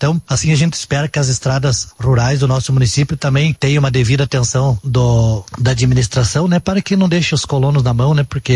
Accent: Mallet, Paraná, Brazil; Eu que sou do distrito de Rio Claro, sempre falo, né?

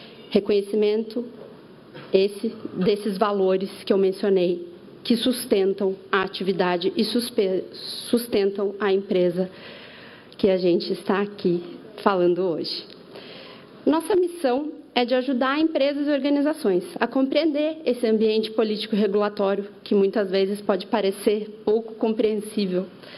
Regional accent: Curitiba, Paraná, Brazil; now in São Paulo, Brazil; eu sou de Curitiba, mas o Estado de São Paulo foi o Estado que me acolheu.

